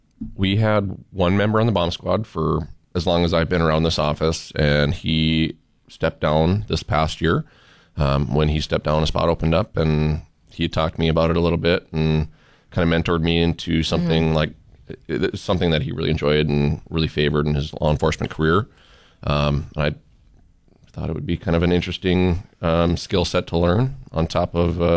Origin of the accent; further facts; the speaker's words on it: Lisbon, North Dakota, United States; Originally from Lisbon, North Dakota, so not too far from here.